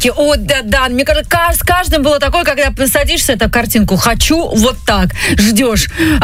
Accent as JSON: {"language": "Russian", "town": "Tuapse", "region": "Krasnodar Krai", "country": "Russia", "said": "я из Туапсе"}